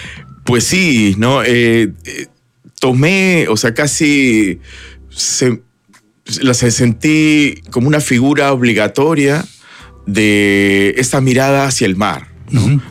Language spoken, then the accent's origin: Spanish; Peru; nosotros como peruanos